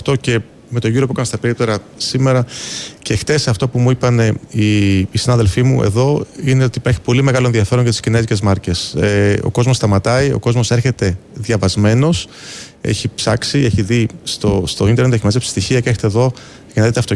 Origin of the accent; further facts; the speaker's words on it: Greece; εμείς σαν Έλληνες ή στελέχοι που έχουν μεγαλώσει στην Ελλάδα.